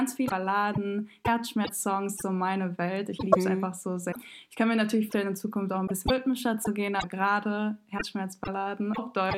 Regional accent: Montenegro; Wir kommen aus Montenegro.

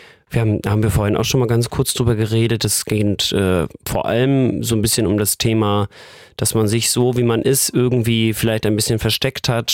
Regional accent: Wismar, Mecklenburg-Vorpommern, Germany; oder in Wismar, wo ich herkomme, beim Schwedenfest sind wir wieder.

